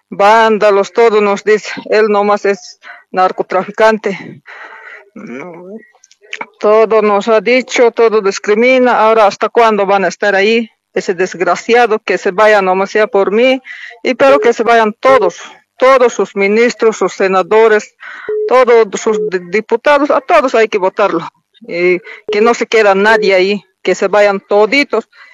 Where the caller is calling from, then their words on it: Punata, Cochabamba, Bolivia; Como punateña aquí.